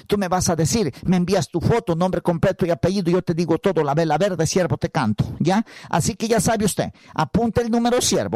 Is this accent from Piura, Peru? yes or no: yes; Huancabamba, Piura, Peru; si estoy acá en Tarapoto, estoy en mi tierra Huancabamba, Tuluce